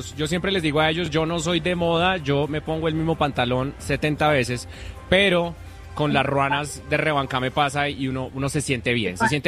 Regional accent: Boyacá, Colombia; now in Bogotá, Colombia; Y además es muy de mis raíces. Yo soy de Boyacá.

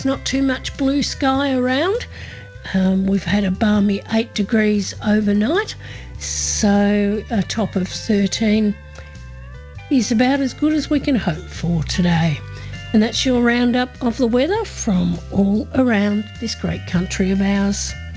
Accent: Horsham, Victoria, Australia; I'm broadcasting from my hometown of Horsham, and we're in the heart of the Wimmera region of Western Victoria.

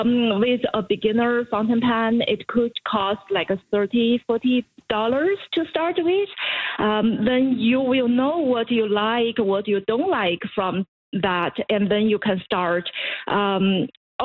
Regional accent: China; moved away; I grew up in China

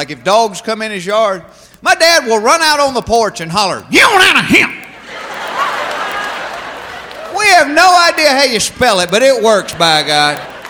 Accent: Georgia, United States; now in California, United States; I'm from Georgia originally, but I live in California now. And people out there, they always make fun of the way I talk.

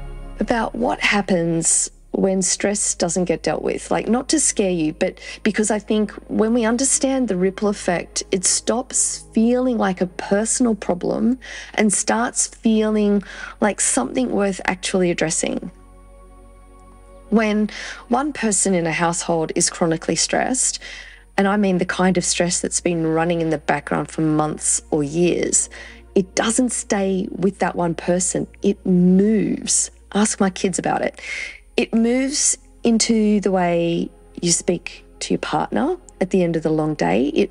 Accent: New South Wales, Australia; I grew up in Central West New South Wales myself in a small country town of 264 people

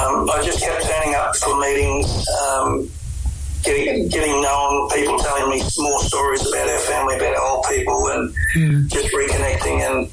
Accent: Queensland, Australia; I'm Bidjara

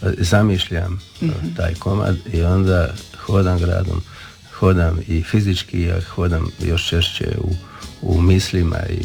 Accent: Dubrovnik, Dubrovnik-Neretva County, Croatia; I mislim da ono što ja kao rođeni Dubrovčanin imam, to ja imam i u svijesti i u posvijesti sliku cijelog grada.

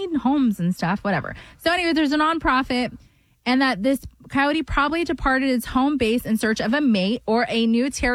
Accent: California, United States; Yeah, I'm not from NorCal, so I'm okay that I don't need to say that I'm from NorCal. I'm from SoCal, thank God.

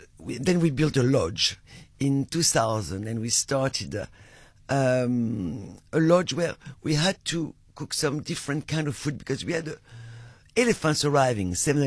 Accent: France; moved away; I am French, yes. You can hear my accent.

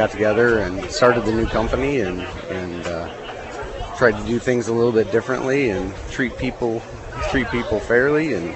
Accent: Manito, Illinois, United States; also born or lived in Morton; now in Mount Pulaski, United States; I was born and raised in Manitou.

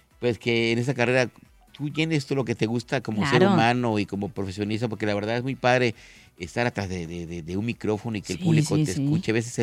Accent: Mérida, Yucatán, Mexico

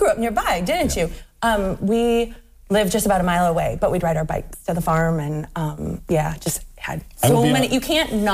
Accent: Toledo, Ohio, United States; moved away as an adult; No, I grew up in the Toledo area, left in 97 for college, and didn't come back until 2020.

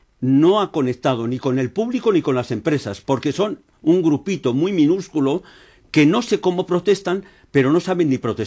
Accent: Aranda de Duero, Castile and León, Spain; also born or lived in Valladolid; Yo como vallisoletano me gustaría que todo se quedase en Valladolid. Como arandino me encantaría que aquí viniesen universidades, hospitales, no sé qué.

